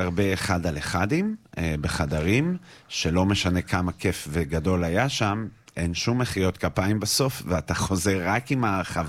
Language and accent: Hebrew; Jerusalem, Jerusalem District, Israel; אני מירושלים. אני אבא לארבעה ילדים.